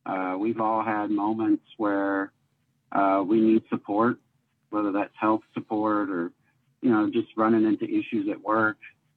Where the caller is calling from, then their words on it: Birmingham, Alabama, United States; Hey, y'all. … calling in from Birmingham today.